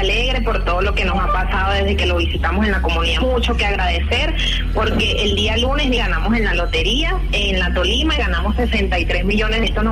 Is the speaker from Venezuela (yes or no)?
yes; Venezuela; Sí, así es, soy venezolana.